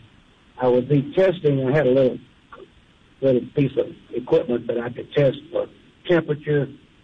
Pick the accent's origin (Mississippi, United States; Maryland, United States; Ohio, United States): Mississippi, United States; Starkville; now in Florence, Mississippi, United States; I grew up on the Mississippi State campus. And back in the 50s, when I was a youngster, I worked for the experiment station down in the cornfields and cotton.